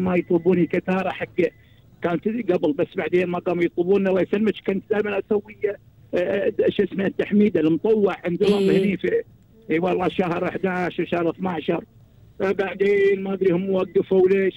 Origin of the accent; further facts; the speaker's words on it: Qatar; born there; انا ما انسى قريتي قريه مغيخ